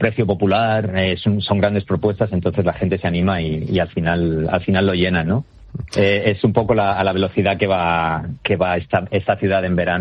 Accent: Madrid, Community of Madrid, Spain; a mí me hace especial ilusión como madrileño, ¿no? Tener esta ciudad como un poco un lienzo, ¿no? Cuando me empecé a dirigir los veranos, me hacía mucha ilusión porque es una ciudad que adoro, me he criado aquí.

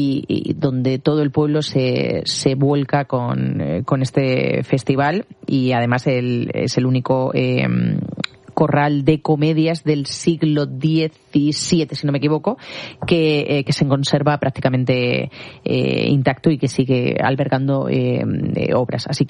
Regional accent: San Javier, Region of Murcia, Spain; now in Madrid, Spain; que también hay en San Javier, por ejemplo, en mi tierra hay un montón

